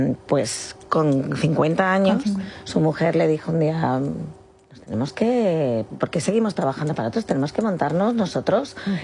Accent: Elche, Valencian Community, Spain; Somos de Elche.

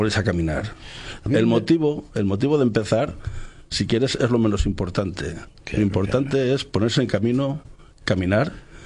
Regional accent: Valladolid, Castile and León, Spain; los vallisoletanos lo conocemos

